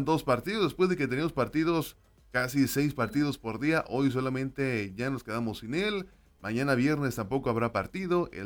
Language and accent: Spanish; Mexico; algunas otras desilusiones que nos hemos llevado como mexicanos